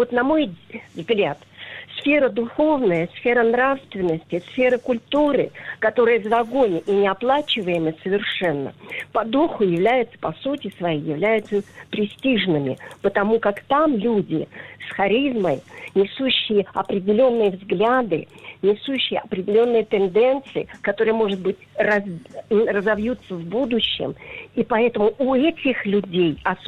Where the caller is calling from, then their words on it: Izhevsk, Udmurtia, Russia; Я из Ижевска звоню.